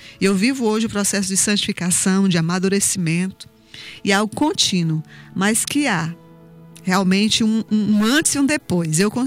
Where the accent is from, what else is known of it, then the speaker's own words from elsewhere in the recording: Fortaleza, Ceará, Brazil; quando eu me lembro da minha infância, quando nós morávamos em Fortaleza, e ali eu não conhecia Jesus. Era totalmente indiferente até os meus 7 anos de idade.